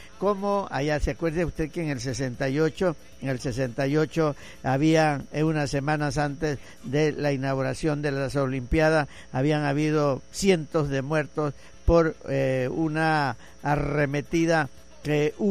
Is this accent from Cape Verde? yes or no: no; Mexico; Nosotros somos mexicanos